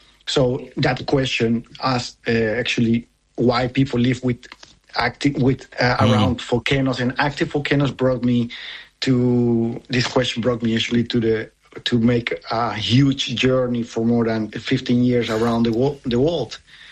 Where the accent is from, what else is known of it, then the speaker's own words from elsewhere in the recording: Ibu, North Maluku, Indonesia; One in Tobelo near Dukono, which is very active. And my hometown is in Ibu, near Ibu.